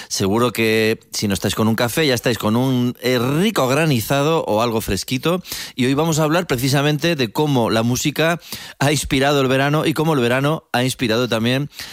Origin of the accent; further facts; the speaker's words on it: Castile, Spain; para los que somos castellanos